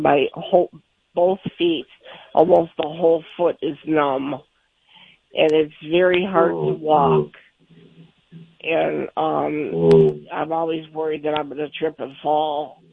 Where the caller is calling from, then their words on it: Michigan, United States; I'm calling from Michigan.